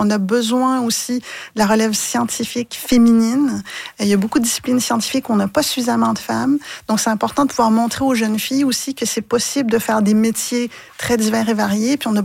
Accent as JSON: {"language": "French", "town": "Trois-Rivières", "region": "Quebec", "country": "Canada", "tie": "born or raised there", "said": "Oui, je suis une diplômée de l'UQTR. J'ai grandi à Trois-Rivières. Donc, c'est un moment, je dirais, particulier pour moi d'y revenir."}